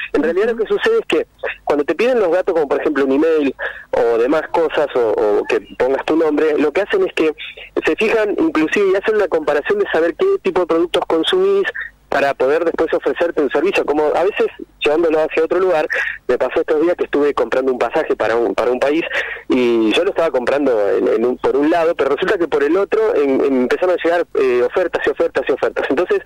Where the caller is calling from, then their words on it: Villa Berthet, Chaco, Argentina; La provincia del Chaco, en un pueblo llamado Villa Bertet, pero ahora nos fuimos al campo